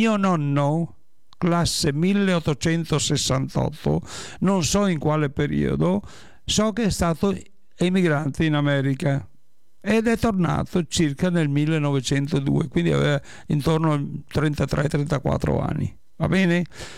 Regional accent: Veneto, Italy; born there; mi sono nato a Bovoenda

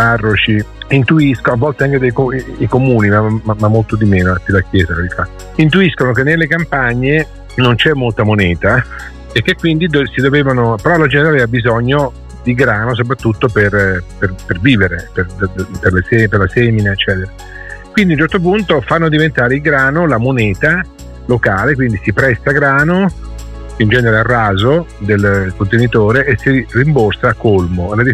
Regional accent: Roccafluvione, Marche, Italy; born there; nel mio paese di origine, Rocca Fluvione

